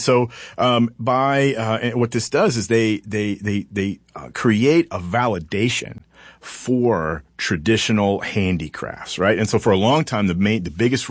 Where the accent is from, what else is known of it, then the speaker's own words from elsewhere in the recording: Springdale, Arkansas, United States; I grew up real close to War Eagle. I grew up out on the Sonora side of Springdale.